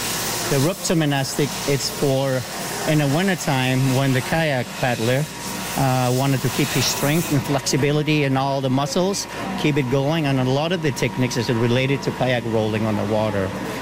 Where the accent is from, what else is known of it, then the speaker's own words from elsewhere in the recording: Sisimiut, Qeqqata, Greenland; English is a second language; I'm from Greenland, Sisimiut. I grew up in Sisimiut, but I spend a lot of time at all the years in USA.